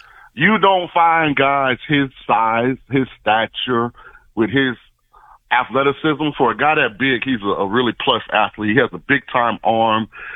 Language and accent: English; St. Petersburg, Florida, United States; I'm from St. Petersburg, Florida. I'm a diehard Rays fan.